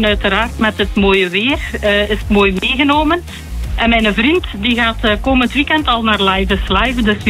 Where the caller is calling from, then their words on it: Belsele, Flanders, Belgium; ik woon in Bijlsele. Allee, het zou kunnen dat Quinten hier ook woont. Maar ik woon in Bijlsele. Dat is een deelgemeente van Sint-Niklaas.